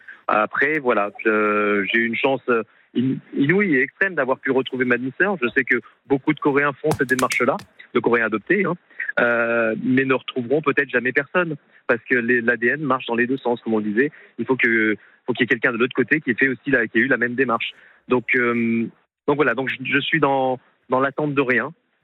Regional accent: France; also born or lived in South Korea; j'ai entamé une démarche pour une restitution de la nationalité coréenne. Mais attention, je suis très fier d'être français et je garde ma nationalité

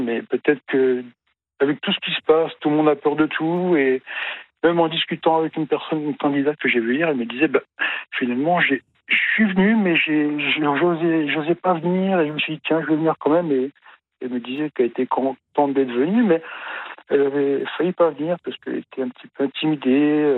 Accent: Grand Est, France; Non, mais comme je suis Lorrain, Vosgien d'origine

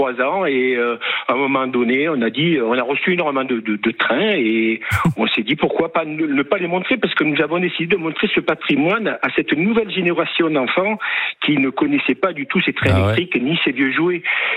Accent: Auvergne-Rhône-Alpes, France; moi, je ne suis pas du Gers, comme vous avez dit tout à l'heure, je suis de Rhône-Alpes.

